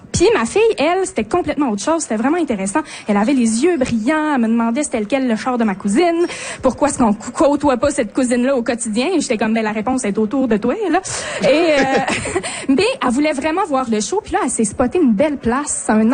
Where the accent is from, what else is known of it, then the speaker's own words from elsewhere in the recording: Quebec, Canada; Moi, je viens de là. Je viens pas des Bergeron, mais je viens de la Haute-Côte-Nord.